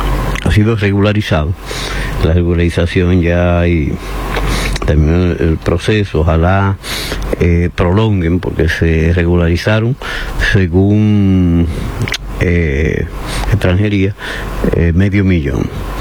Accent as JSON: {"language": "Spanish", "country": "Dominican Republic", "moved": "yes", "lives_now": "Madrid, Spain", "said": "soy dominicano y no estoy en ese lío."}